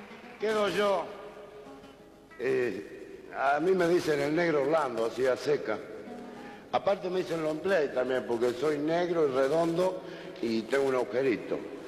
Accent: Luján, Buenos Aires Province, Argentina; nosotros somos nacidos y criados en Luján.

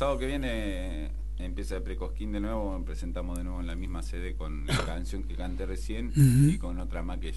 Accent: General Villegas, Buenos Aires Province, Argentina; now in Cabalango, Argentina; me hace acordar mucho al pueblo de Villegas, digamos, cuando éramos chicos

